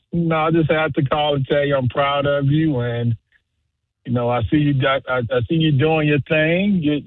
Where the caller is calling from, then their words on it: Chicago, Illinois, United States; I'm watching from Chicago.